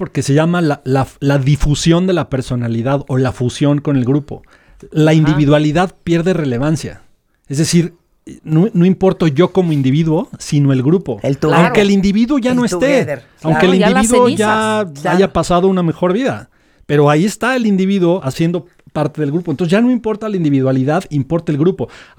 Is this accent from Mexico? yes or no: yes; Mexico; Los mexicanos somos y los latinos en general